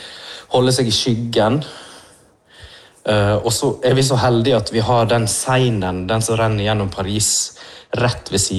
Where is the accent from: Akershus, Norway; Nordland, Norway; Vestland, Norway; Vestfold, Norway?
Vestland, Norway; Førde; jeg kommer jo fra Førde